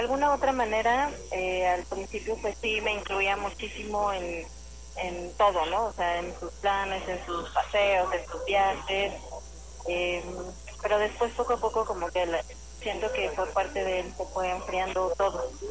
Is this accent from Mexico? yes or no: yes; Benito Juárez, Mexico City, Mexico; 38 años y de la alcaldía Benito Juárez.